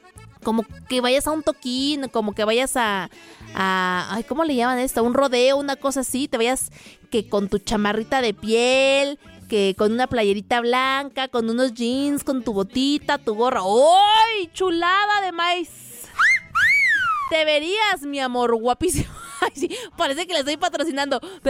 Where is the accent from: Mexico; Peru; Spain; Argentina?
Mexico; Son parte de nuestra esencia como mexicanos.